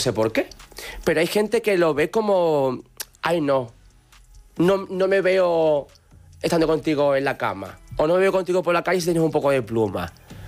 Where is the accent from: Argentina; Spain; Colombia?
Spain; Andalusia; Siendo andaluz no me gusta.